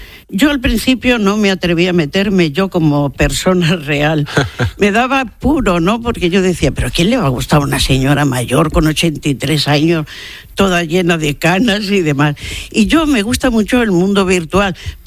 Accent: Andalusia, Spain

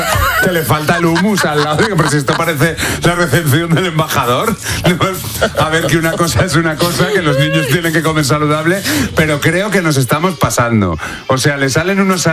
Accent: Salamanca, Castile and León, Spain; Fíjate, yo sé que tú eres de Zamora, yo soy de Salamanca.

